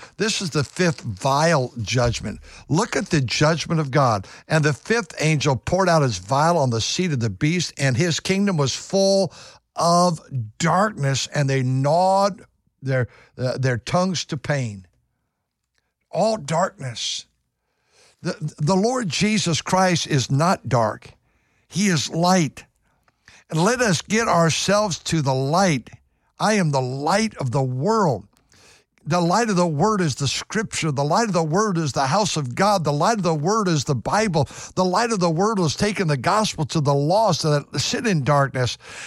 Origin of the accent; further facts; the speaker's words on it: California, United States; I grew up here in California. We don't have lightning and thunder and all that.